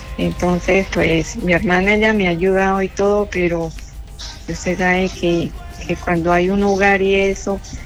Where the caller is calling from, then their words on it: Girón, Santander, Colombia; Yo vivo en El Carrizal.